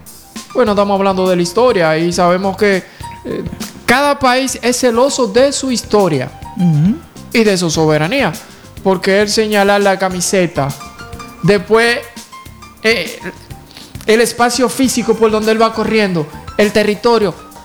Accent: Dominican Republic

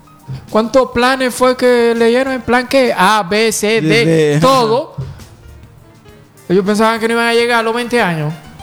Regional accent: Dominican Republic

